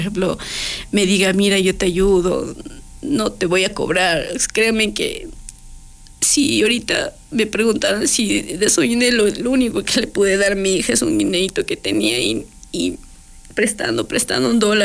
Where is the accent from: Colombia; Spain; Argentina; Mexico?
Colombia; moved away; Pero me tocó empezar desde cero. Cuando vine de Colombia, me tocó empezar a mirar mis cosas que estaban dañadas.